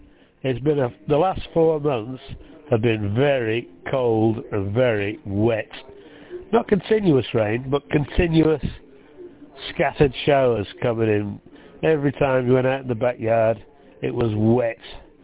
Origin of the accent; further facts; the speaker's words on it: North West England, United Kingdom; now in Australia; you probably picked up the accent. I'm originally from the Greater Manchester area.